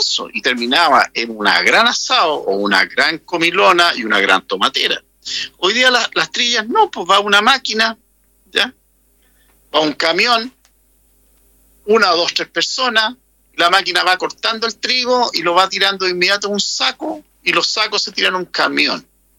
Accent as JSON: {"language": "Spanish", "country": "Chile", "said": "Y nosotros, como chilenos, tenemos características como pueblo positivas y también características negativas."}